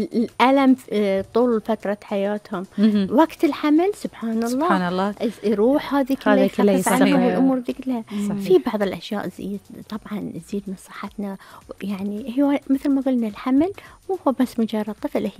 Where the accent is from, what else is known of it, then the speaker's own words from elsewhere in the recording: Bahrain; عندنا في البحرين